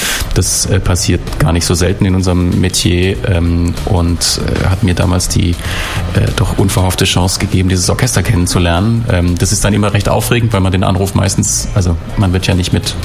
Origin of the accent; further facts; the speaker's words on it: Southwest Germany, Germany; die so ein bisschen eher aus meiner Heimat, nämlich aus Südwestdeutschland kommen